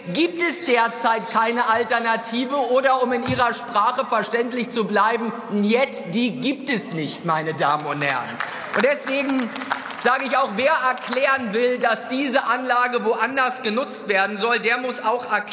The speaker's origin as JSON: {"language": "German", "region": "Mecklenburg-Vorpommern", "country": "Germany", "said": "Mecklenburg-Vorpommern nicht einfach irgendein Punkt auf der Landkarte, sondern eine wichtige Gemeinde in meiner Heimatregion, ein wichtiger Energie- und Industriestandort mit Geschichte und auch mit großen Chancen"}